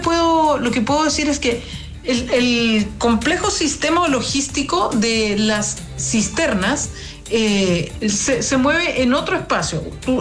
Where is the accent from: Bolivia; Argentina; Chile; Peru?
Chile; para una periodista chilena como yo